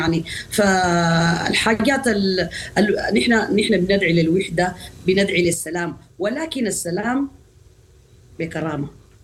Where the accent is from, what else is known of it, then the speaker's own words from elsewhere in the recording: Sudan; وكلنا سودانيين